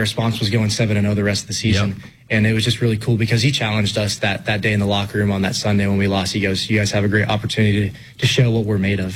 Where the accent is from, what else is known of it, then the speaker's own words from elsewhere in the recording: Colorado, United States; So going down to Arizona, my parents just moved down there. So I'm still from Colorado, but they're like, oh, you're from Arizona now. I'm like, no, I'm not.